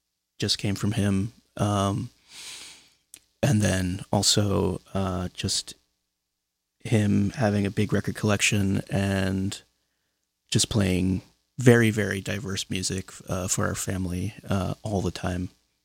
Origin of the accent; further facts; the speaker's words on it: Queens, New York, United States; Oh, yeah. I'm from Queens. This was in, I'm from the Sunnyside and Woodside area, but the school I'm talking about was in Jackson Heights.